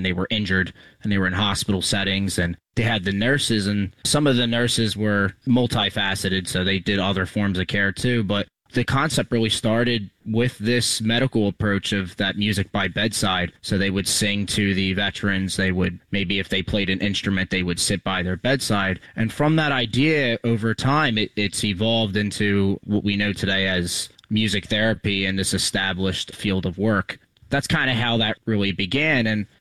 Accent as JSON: {"language": "English", "town": "Blackwood", "region": "New Jersey", "country": "United States", "tie": "born or raised there", "said": "as Marcus mentioned, and I am originally from the South Jersey area. I grew up in Blackwood, New Jersey."}